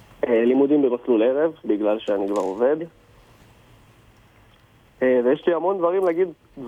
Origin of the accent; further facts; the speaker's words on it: Tirat Carmel, Haifa District, Israel; אני מטירת כרמל